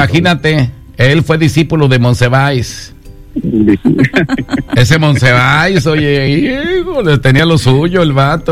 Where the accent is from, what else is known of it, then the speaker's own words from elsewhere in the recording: Jalisco, Mexico; yo soy de Jalisco, los de Guadalajara.